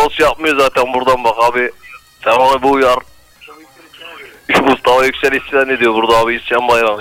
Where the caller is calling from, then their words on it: Nazilli, Aydın, Turkey; ben Nazilli Açık'tan arıyorum.